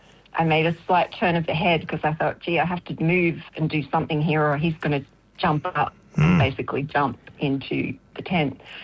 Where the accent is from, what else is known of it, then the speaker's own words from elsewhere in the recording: Australia; my hometown.